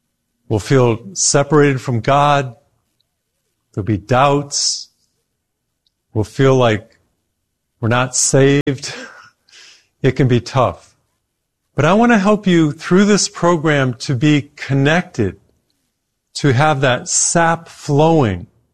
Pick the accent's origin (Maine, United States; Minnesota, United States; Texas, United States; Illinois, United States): Texas, United States; And my home state of Texas, multi-billion dollar industry, wineries and grapes and wine and vineyards and production.